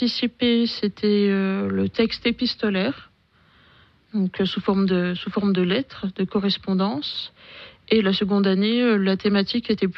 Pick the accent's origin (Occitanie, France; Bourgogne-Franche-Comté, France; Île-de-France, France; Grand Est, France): Bourgogne-Franche-Comté, France; Chalon-sur-Saône; moved away as an adult; now in Besançon, France; Non, je suis née à Chalon-sur-Saône et j'ai grandi en Saône-et-Loire.